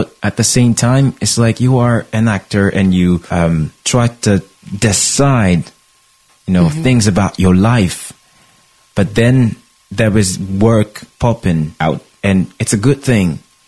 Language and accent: English; Brittany, France; everybody discovered that I was really from Bretagne, so they were laughing.